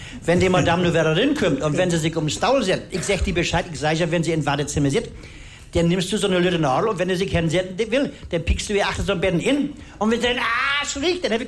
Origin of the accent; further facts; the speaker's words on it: Mecklenburg-Vorpommern, Germany; Ja, ich hab in Lüttentheen bin ich geboren und auf Wussen.